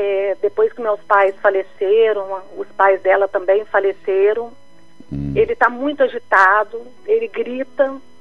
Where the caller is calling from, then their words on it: Ervália, Minas Gerais, Brazil; Eu falo de Ervália, Minas Gerais.